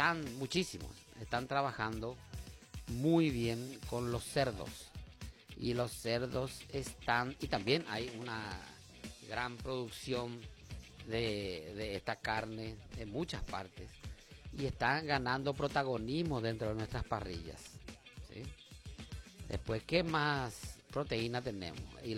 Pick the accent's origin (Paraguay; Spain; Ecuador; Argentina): Paraguay